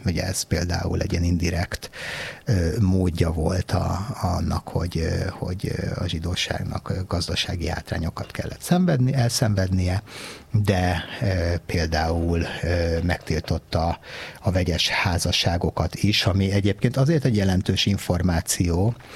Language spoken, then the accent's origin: Hungarian; Hungary; itt élünk Magyarországon és magyarok vagyunk